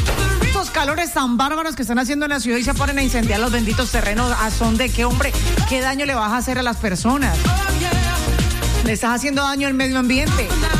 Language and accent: Spanish; Cali, Valle del Cauca, Colombia; Yo soy caleña, mucho honor, amo mi ciudad, la amo con toda mi alma y de verdad no elegiría otra